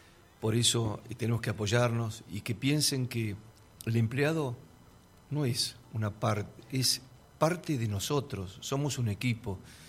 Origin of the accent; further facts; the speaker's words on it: Buenos Aires, Argentina; moved away; porque yo que vine hace 44 años de Buenos Aires, amo donde estoy, es el lugar de mis hijos, es el lugar de mis nietos, es la Argentina en sí.